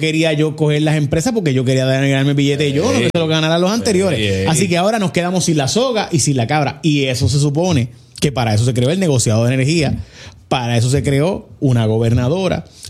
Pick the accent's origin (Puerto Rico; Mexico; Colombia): Puerto Rico; ¿Qué pasó, mi pueblo, mi país, mi gente tan adorada y querida?